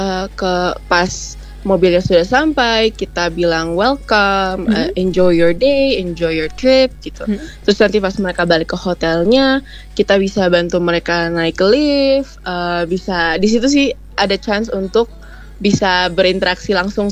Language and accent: Indonesian; Indonesia; now in Mexico City, Mexico; aku tinggal di Mexico City tapi aku bukan orang Meksiko. Mereka, hah? Dari mana? Dari Indonesia.